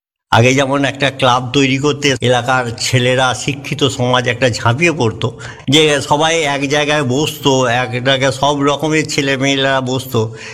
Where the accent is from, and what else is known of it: West Bengal, India